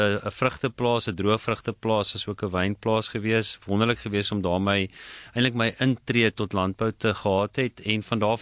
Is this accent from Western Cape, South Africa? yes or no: no; Virginia, Free State, South Africa; born or raised there; moved away